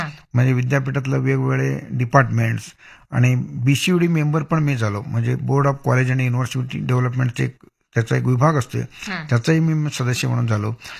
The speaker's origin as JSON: {"language": "Marathi", "town": "Tikondi", "region": "Maharashtra", "country": "India", "tie": "born or raised there", "said": "मी स्वतःहून तिकोंडीतनं शिकून तिकोंडीचा जन्म घेऊन मी बाहेर शिकत होतो आणि माझ्या गावी शिकायला बाहेर गावी लोक येत होता."}